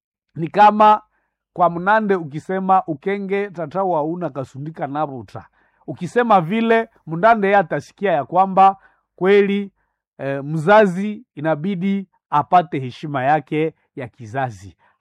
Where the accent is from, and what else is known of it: North Kivu, DR Congo